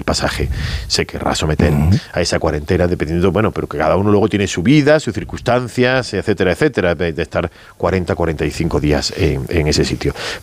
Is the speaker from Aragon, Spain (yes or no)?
no; Andalusia, Spain; Yo me quedo con que somos andaluces